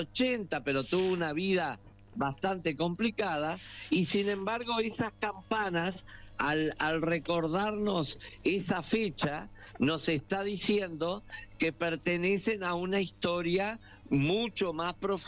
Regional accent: Uruguay; pero en mi país quedó la sangre, haciendo referencia a la alta incidencia de herencia de sangre indígena misionera que todavía existe entre nosotros.

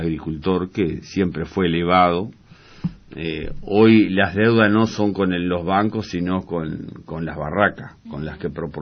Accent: Uruguay; Nosotros que somos vascos

